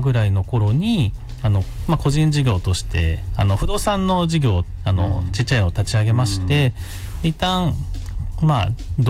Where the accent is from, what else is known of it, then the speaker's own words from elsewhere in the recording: Ichinomiya, Aichi, Japan; now in Nagoya, Japan; 私はですね今は名古屋に住んでますが、うん、愛知県の一宮市っていうですね、うんうん、ちょっと郊外の町出身でして